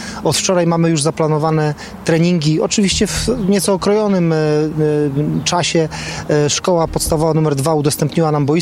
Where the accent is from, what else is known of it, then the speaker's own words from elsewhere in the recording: Bodzanów, Opole Voivodeship, Poland; Ja akurat jestem z Bodzanowa